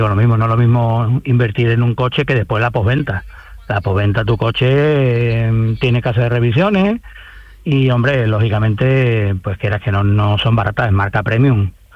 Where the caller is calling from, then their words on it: Málaga, Andalusia, Spain; yo vivo en Málaga capital